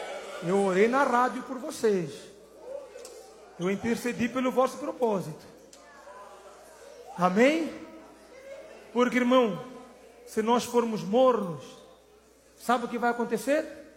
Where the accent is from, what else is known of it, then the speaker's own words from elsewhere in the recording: Mozambique; Uma vez nós fizemos uma ação social lá na minha terra, Moçambiqu